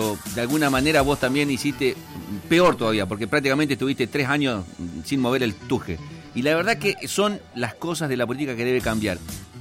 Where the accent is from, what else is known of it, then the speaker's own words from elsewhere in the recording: Argentina; Nosotros se lo permitimos, como argentinos se lo permitimos.